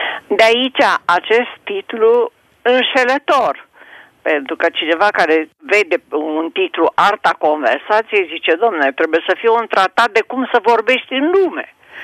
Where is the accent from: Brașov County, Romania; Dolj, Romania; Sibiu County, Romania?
Dolj, Romania; moved away; Eu sunt născută în Oltenia, la 27 de kilometri de Craiova